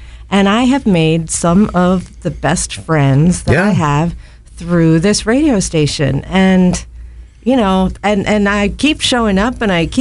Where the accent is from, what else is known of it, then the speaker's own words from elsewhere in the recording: Pottstown, Pennsylvania, United States; moved away as an adult; also born or lived in Shippensburg, Pennsylvania / Carlisle, Pennsylvania / Elmira, New York / Bowie, Maryland; now in Akron, United States; I grew up in Pottstown, Pennsylvania